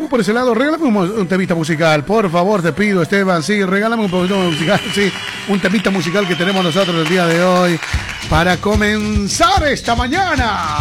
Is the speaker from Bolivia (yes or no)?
yes; Bolivia; acá no hay distinción porque todos somos bolivianos.